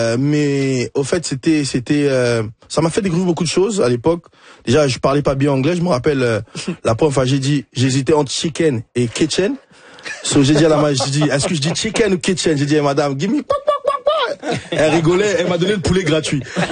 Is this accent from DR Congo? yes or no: yes; DR Congo; moved away as an adult; also born or lived in United States; C'est partie prenante de la vie chez nous au Congo.